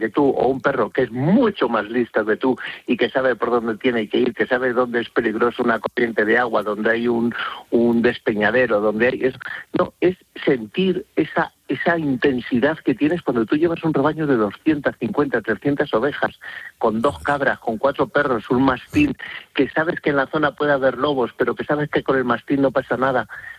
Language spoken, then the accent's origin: Spanish; Castile and León, Spain; now in Madrid, Spain; Pero bueno, ¿cómo no la voy a conocer si es mi tierra? Que es que yo me crié tirando cantos a los del pueblo de arriba, a los de Navatequilla, y los de la Lastra me tiraban cantos a mí